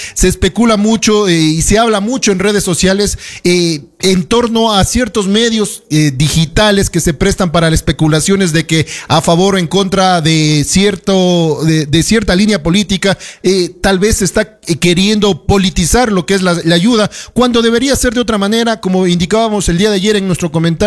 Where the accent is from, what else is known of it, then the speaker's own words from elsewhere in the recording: Ecuador; de unirnos como ecuatorianos también